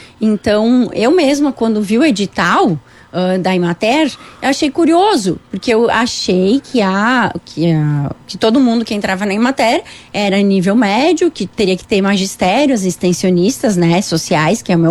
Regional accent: Encantado, Rio Grande do Sul, Brazil; also born or lived in Porto Alegre / Vacaria; sou natural de Encantado. Eu nasci aqui, fiquei morando até um ano antes de me formar, daí fiquei um tempo, um ano em Porto Alegre, fazendo estágio. Voltei para Encantado

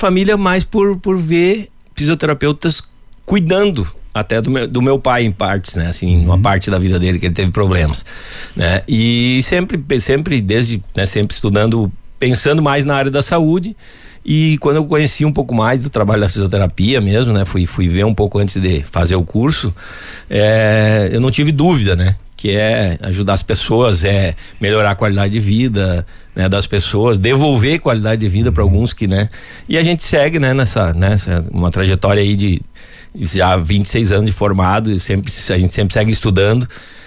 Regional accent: Roque Gonzales, Rio Grande do Sul, Brazil; moved away; also born or lived in Porto Alegre / Foz do Iguaçu; eu sou natural da região missioneira, de Roque Gonzales, por próximo ali a São Luís Gonzaga, né? Mas já saí de lá há muitos anos, né? Fiz a faculdade em Porto Alegre. Morei um tempo, bastante tempo, até em Foz do Iguaçu

